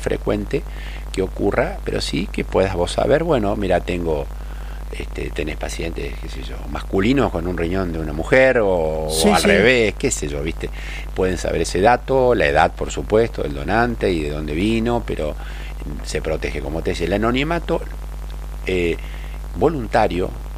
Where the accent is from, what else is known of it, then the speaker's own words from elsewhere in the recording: Argentina; somos solidarios los argentinos?